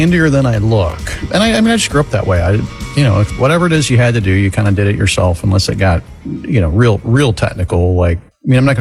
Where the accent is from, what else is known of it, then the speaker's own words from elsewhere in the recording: Florida, United States; I grew up in Florida.